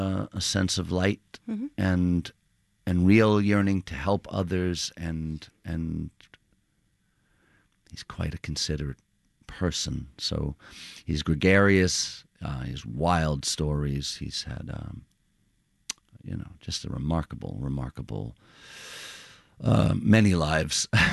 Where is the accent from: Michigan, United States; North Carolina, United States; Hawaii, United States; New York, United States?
New York, United States; Queens; I think part of what drew me to this is an understanding of how, in growing up in Queens, it's not that dissimilar